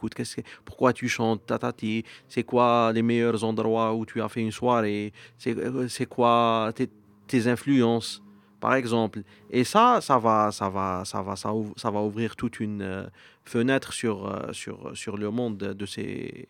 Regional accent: Algiers, Algiers Province, Algeria; J'ai grandi à Alger, je suis né à Alger, et on n'écoute pas le rail à la maison.

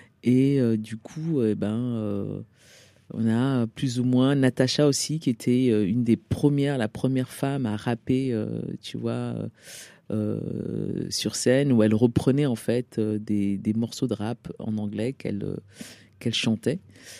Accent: Alfortville, Île-de-France, France; also born or lived in Cameroon; Moi, j'ai grandi en banlieue, donc du coup dans le 9-4, Alfortville, Maison Alfort. Mais je suis née au Cameroun.

